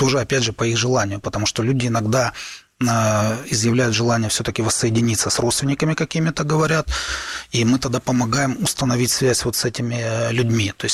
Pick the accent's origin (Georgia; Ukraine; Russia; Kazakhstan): Ukraine; Kharkiv, Kharkiv Oblast; Но я прекрасно осознаю, как харьковчанин, зная эту территорию